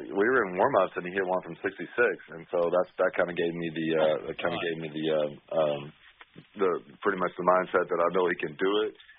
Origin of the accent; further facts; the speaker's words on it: Louisville, Kentucky, United States; to give this my hometown city a chance to win a championship and bring a trophy back to Louisville.